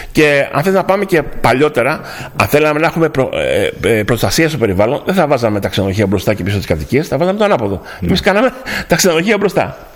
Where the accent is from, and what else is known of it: Zakynthos, Ionian Islands, Greece